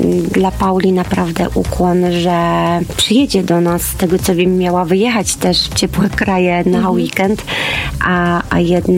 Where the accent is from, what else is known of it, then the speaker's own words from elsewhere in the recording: Szczecin, West Pomeranian Voivodeship, Poland; Ja mieszkam w Szczecinie